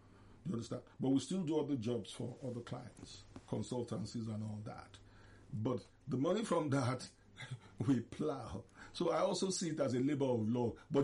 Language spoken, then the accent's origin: English; Nigeria; my being a Nigerian and an African.